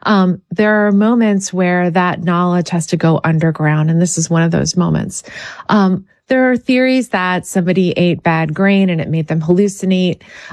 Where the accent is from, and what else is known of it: Pennsylvania, United States